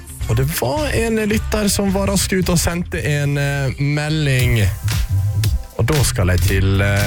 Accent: Karmøy, Rogaland, Norway; for jeg er jo fra øya selv.

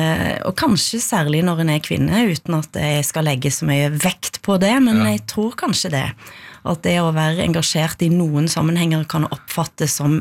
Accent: Western Norway, Norway; Jeg våkna i nydelig Oslo i dag. Jeg må si det selv om jeg er fra Vestlandet.

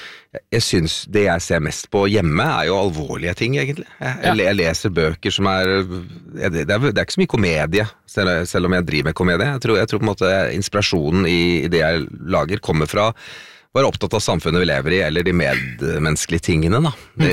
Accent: Oslo, Norway; Nei, jeg jo født og oppvokst I Oslo. Jeg en Ekeberg-gutt.

